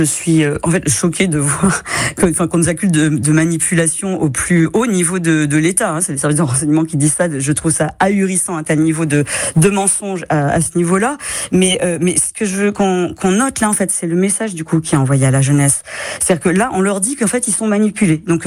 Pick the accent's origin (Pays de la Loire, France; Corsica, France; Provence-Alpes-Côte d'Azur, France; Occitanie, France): Occitanie, France; chez nous en Occitanie